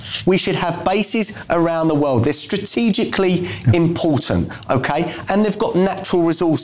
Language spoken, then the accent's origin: English; United Kingdom; I'm proud to own that as a Brit.